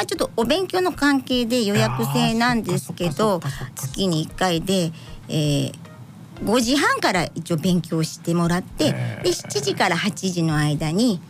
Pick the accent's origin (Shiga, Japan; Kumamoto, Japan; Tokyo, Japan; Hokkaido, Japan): Tokyo, Japan; Fussa; 私はまあフッサで生まれてフッサでずっと同じところで、あの引っ越ししないで、あの過ごしちゃ